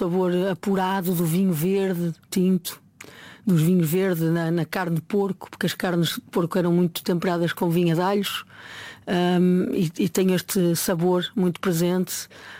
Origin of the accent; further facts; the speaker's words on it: Maia, Norte, Portugal; minha bisavó era galega, a minha avó ainda nasceu muito perto ali da minha avó, a minha mãe já nasceu em Barcelos e eu nasci na Maia